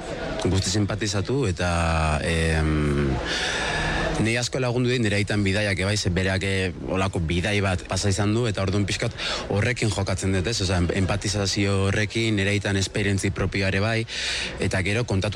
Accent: Basque Country, Spain; first language eu; Gu hemen guagea, orduan gu eskaldunak, ba, oikian. Bai, txikitatik, ni euskarekin jaio naiz, eta betianik, bai.

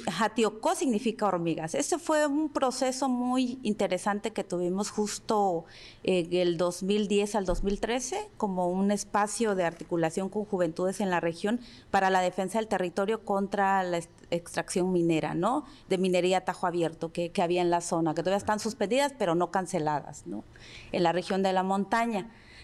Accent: Mexico; first language Mixtec (Tu'un Savi); Spanish is a second language; Sí, hace un momento les saludé en mi lengua materna, ¿no? El Tun Savi, que es la palabra la lluvia.

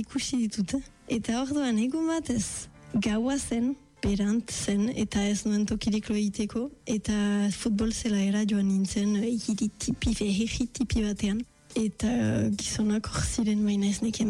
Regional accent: Bayonne, Nouvelle-Aquitaine, France; Baionakoa naiz eta bon, ostakit importantea den ogoita amabost urte ditut.

